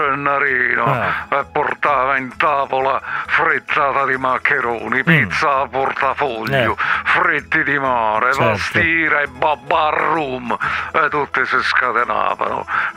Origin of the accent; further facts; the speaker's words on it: Campania, Italy; Da campano verace e puro sangue mi sento offeso.